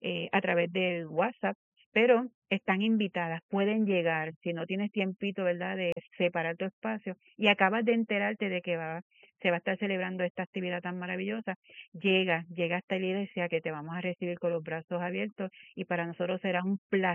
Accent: Puerto Rico; Aunque nosotros como puertorriqueñas conservamos una fuerte tradición religiosa

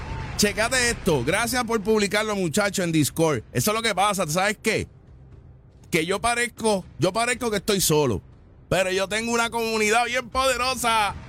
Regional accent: Puerto Rico; Yo como puertorriqueño

